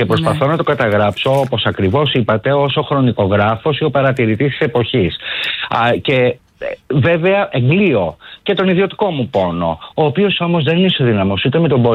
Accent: Greece; ως ένας Έλληνας που μεγάλωσε, σπούδασε τη δεκαετία του 80, του 90 και ολοκληρώθηκε το 2000 υπαρξιακά, έμαθε πάρα πολύ καλά αγγλικά

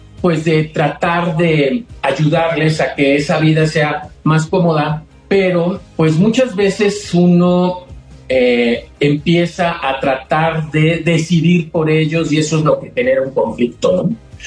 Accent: Poza Rica, Veracruz, Mexico; born there; yo nací en Poza Rica, Veracruz. Y en aquel entonces, o sea, yo tengo 15 entrados en 16

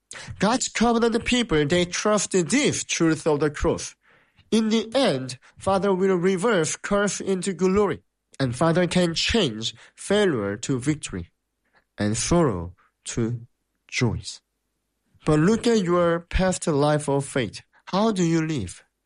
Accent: South Korea; English is a second language; moved away; When I came here, and when I say I came from Korea, they say, oh, I want to go to Korea.

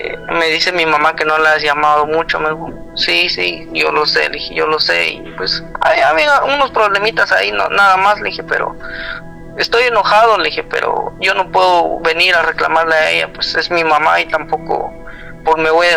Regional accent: Guatemala; now in United States; Sí, ella, yo soy de Guatemala, ella allá en el pueblo.

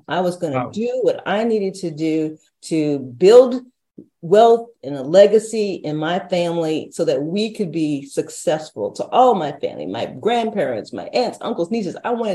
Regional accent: San Antonio, Texas, United States; born there; I was born in San Antonio, Texas. My father was a Baptist pastor for 50 years, and my mother was a postpartum nurse. And they had four children. I'm the second of four.

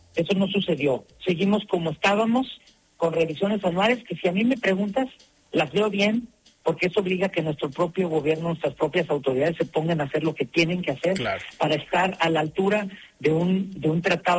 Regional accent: Mexico

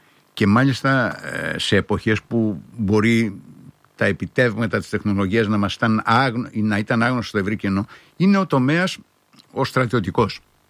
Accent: Ierapetra, Crete, Greece; ένα από τους ιδιαίτερους τόπους της Κρήτης, που μεγάλωσα από την Ιερά Πέτρα

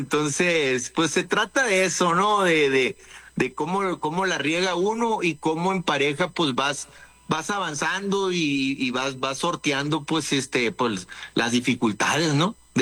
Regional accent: Culiacán, Sinaloa, Mexico; now in Querétaro, Mexico; Desde que me salí de Culiacán, me fui a radicar a Querétaro.

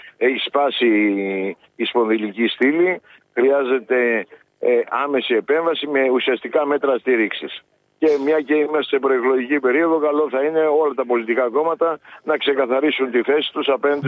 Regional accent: Greece; εμείς ως Έλληνες

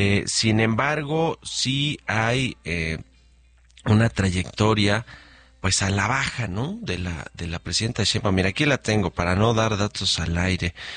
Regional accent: Mexico; somos mexicanos

